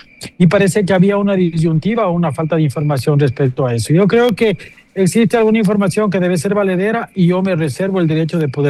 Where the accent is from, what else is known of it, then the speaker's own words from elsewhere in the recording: Ecuador; soy ecuatoriano